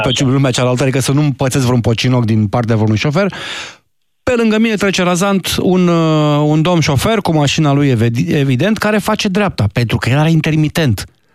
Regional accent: Constanța, Constanța County, Romania; now in Bucharest, Romania; Eu, Constanțean fiind

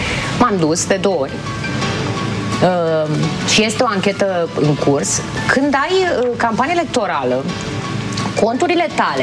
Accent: Romania

